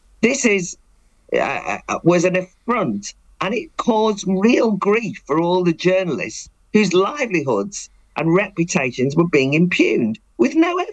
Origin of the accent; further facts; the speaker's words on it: United Kingdom; I mean, I do think that what we used to have was a sense that, well, we're all British and we can disagree.